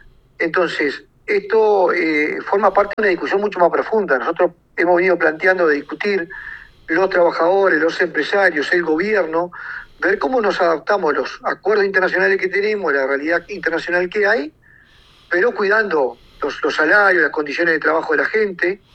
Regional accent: Uruguay; Ese es el desafío que tenemos como uruguayo.

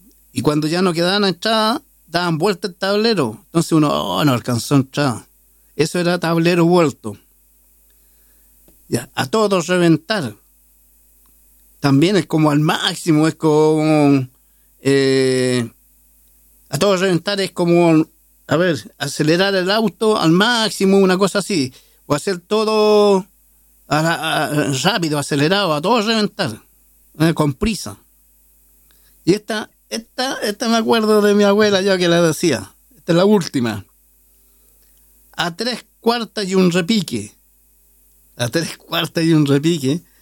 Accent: Santiago Metropolitan, Chile; born or raised there

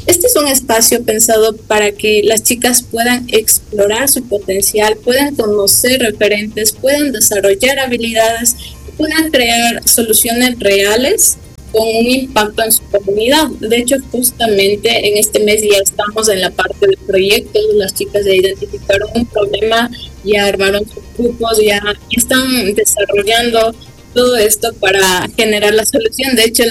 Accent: Otavalo, Imbabura, Ecuador; yo soy de Otavalo

